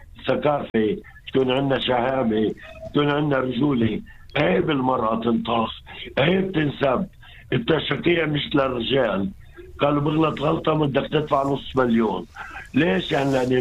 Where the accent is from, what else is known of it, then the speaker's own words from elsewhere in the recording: Nazareth, Northern District, Israel; من الناصري.